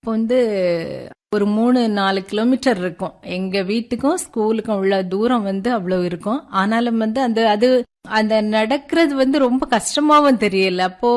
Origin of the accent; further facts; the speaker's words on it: Kattuvilai, Tamil Nadu, India; நான் பிறந்த ஊர் காட்டுவிளை, வெள்ளிச்சந்தை அருகே இருக்கக்கூடிய காட்டுவிளை.